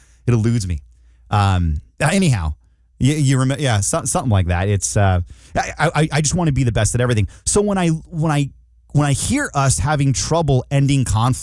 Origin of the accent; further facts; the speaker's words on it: California, United States; I'm from Central California.